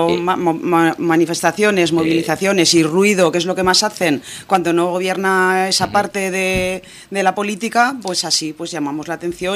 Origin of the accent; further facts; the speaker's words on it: Borja, Aragon, Spain; born there; Borja, mi pueblo... 5.000 habitantes.